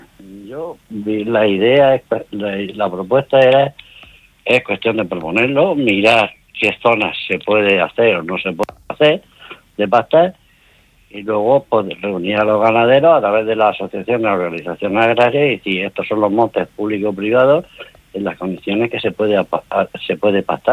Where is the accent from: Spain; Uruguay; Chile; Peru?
Spain; Andalusia; now in Region of Murcia, Spain